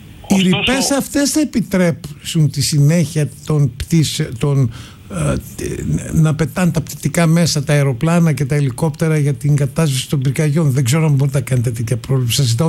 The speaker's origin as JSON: {"language": "Greek", "region": "Greek islands", "country": "Greece", "said": "Αυτό το μελτέμι το ξέρω ως νησιώτης"}